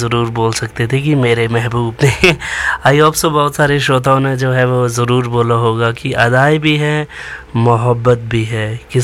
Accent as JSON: {"language": "Hindi", "town": "Dharamshala", "region": "Himachal Pradesh", "country": "India", "said": "हम धर्मशाला के निवासी हैं"}